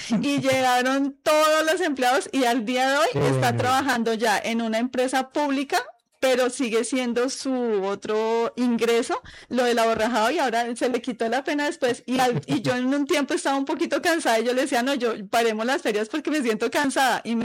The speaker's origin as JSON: {"language": "Spanish", "town": "Usaquén", "region": "Bogotá", "country": "Colombia", "said": "ellos me buscaron porque soy productora y soy de Usaquén."}